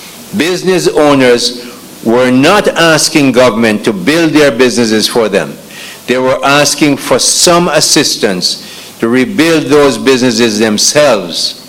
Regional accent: Southfield, St. Elizabeth, Jamaica; I am from Southfield, which is right next door.

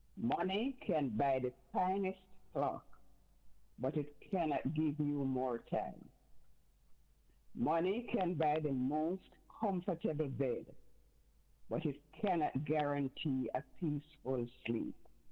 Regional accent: Jamaica; Honestly, Uncle Wingie, I was in Jamaica growing up on Emancipation Day.

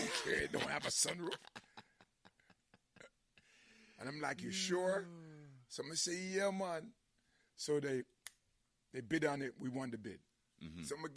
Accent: New York City, New York, United States; Because we are from the Bronx.

